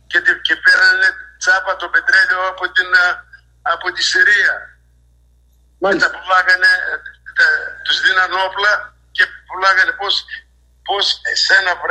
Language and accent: Greek; Greece; σε αυτή τη χώρα εδώ που λέγεται Ελλάδα, την πατρίδα μου